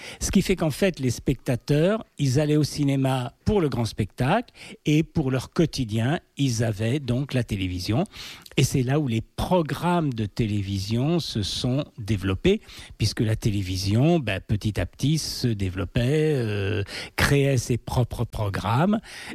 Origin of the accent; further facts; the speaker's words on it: Châteauroux, Centre-Val de Loire, France; Moi, j'étais originaire de Châteauroux, et il y avait une base américaine de l'OTAN.